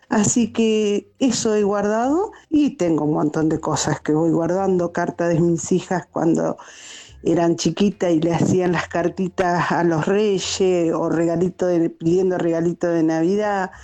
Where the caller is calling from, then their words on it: Buenos Aires, Argentina; soy de Almagro.